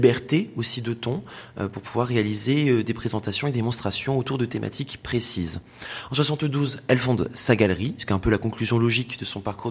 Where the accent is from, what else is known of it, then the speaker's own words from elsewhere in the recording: northern France, France; accent: pointu; Bah, écoutez, moi, je viens du nord de la France, hein, j'ai l'accent pointu.